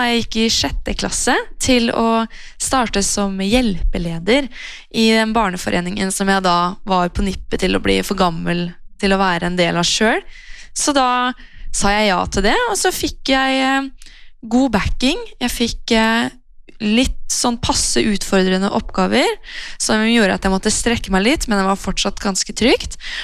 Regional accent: Sarpsborg, Østfold, Norway; jeg har vokst opp her i Sarpsborg, rett på oversiden av Greåker Frikirke, med en mor og en far og en bror, alle fire under samme tak.

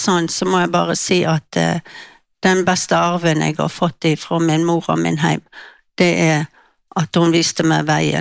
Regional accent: Austevoll, Vestland, Norway; now in Bergen, Norway; jeg vokste opp i Austevoll i bygd som heter Kolbensvik. Der bodde jeg sammen med mine foreldre og tre søsken, to eldre brødre og en yngre søster.

